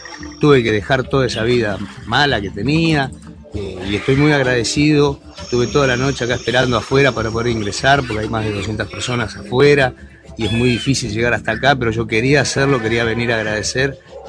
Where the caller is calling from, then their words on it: Río Negro, Argentina; yo soy de Río Negro.